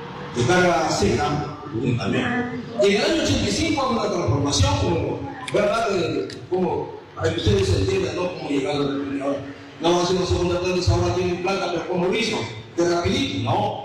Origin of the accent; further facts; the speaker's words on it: San José Alto, Peru; moved away; Yo recuerdo mis estudios primarios, lo que hice en mi San José Alto.